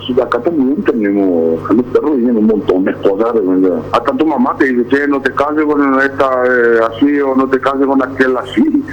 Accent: Paraguay; moved away as an adult; now in France; yo soy paraguayo, le digo, me quedo paraguayo

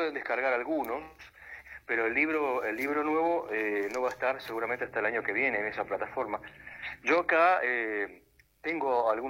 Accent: Argentina

